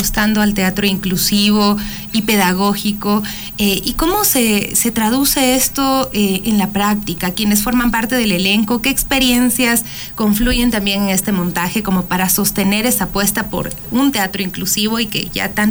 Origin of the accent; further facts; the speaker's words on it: Cañar, Ecuador; Yo también soy de la provincia de Cañar, pero de la parte fría, usted es de la parte caliente.